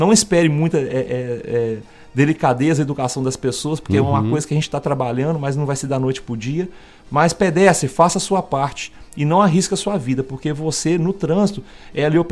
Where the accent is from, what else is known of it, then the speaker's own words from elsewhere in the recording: Governador Valadares, Minas Gerais, Brazil; Eu sou nascido e criado em Valadares